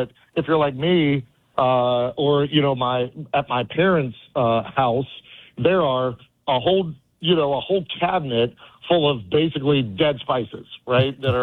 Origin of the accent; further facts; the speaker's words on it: West Virginia, United States; growing up in West Virginia